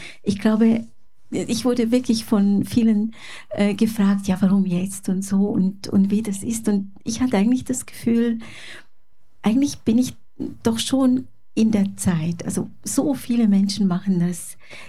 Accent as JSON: {"language": "German", "country": "Switzerland", "tie": "born or raised there", "also_born_or_lived": "Hungary", "said": "Ich bin gebürtige Ungarin, in Ungarn geboren und kam dann als kleines Kind in die Schweiz. Und ich bin eigentlich ungarisch-schweizerische Doppelbürgerin."}